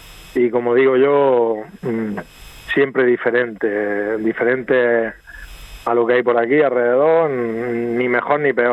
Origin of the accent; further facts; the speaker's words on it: Region of Murcia, Spain; Sí, el limón, como buenos murcianos, ya sabes, el limón es un ingrediente que a casi todo el mundo le gusta